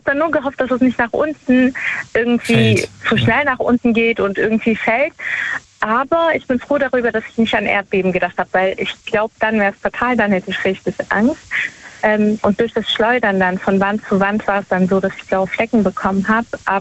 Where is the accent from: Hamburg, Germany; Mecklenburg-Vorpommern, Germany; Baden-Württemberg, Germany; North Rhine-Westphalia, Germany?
Baden-Württemberg, Germany; Ich komme aus der Nähe von Stuttgart.